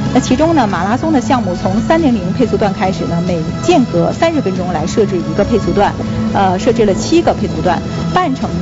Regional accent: Northeast China, China

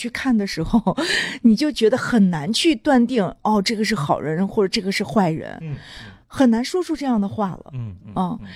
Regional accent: China

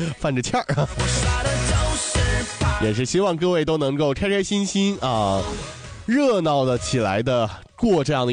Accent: northern China, China; 作为一个北方人啊，但是又作为一个肉食爱好者

